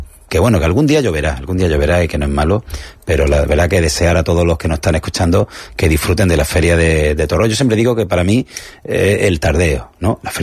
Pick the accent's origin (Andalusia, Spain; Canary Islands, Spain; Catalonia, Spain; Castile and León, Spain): Andalusia, Spain